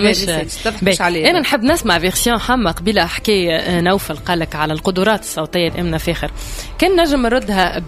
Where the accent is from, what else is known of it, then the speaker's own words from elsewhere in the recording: Tunisia; من احسن الفنانات اللي عندنا في تونس